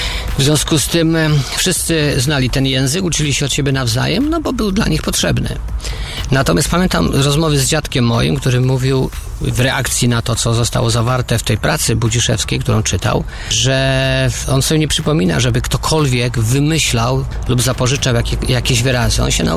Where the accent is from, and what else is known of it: Ślesin, Greater Poland Voivodeship, Poland; born there